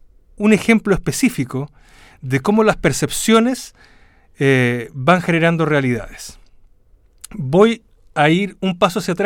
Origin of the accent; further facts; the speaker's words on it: Chile; somos el país de América Latina que tiene la mayor percepción de inseguridad y de miedo